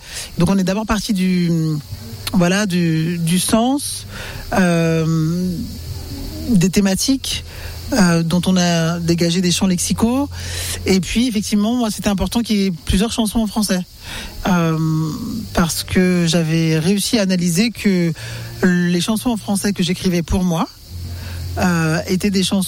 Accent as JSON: {"language": "French", "country": "Cameroon", "tie": "born there", "said": "je suis née au Cameroun et qu'on a été colonisé et par les Français et par les Britanniques, donc on a ces deux langues là dans notre bagage culturel imposé."}